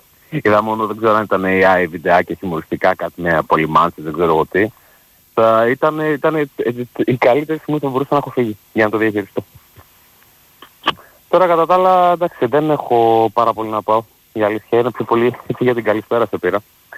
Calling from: Nea Ionia, Attica, Greece; από τη Νέα Ιωνία. Πώς είσαι?

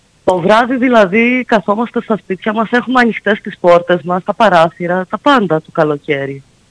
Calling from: Heraklion, Crete, Greece; Εμείς πολλοί είμαστε Ηρακλειώτες που φύγαμε από το Ηράκλειο, παρόλο που έχουμε σπίτια στο Ηράκλειο, για να έρθουμε στην εξοχή

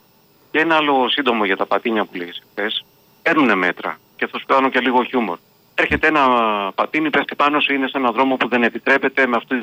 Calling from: Kallithea, Nea Smyrni, Attica, Greece; Εγώ δηλαδή στα μέρη μας, Καλυθέα, Νέας Μήνη, Νότια Προάστη

